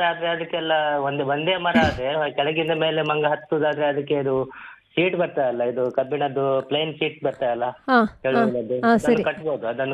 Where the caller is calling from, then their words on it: Bantakal, Karnataka, India; ಬಂಟಕಲ್ನಿಂದ.